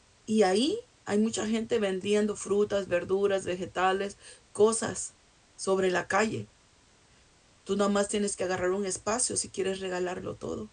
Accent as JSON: {"language": "Spanish", "country": "Mexico", "moved": "yes", "lives_now": "United States", "said": "Yo soy mexicana."}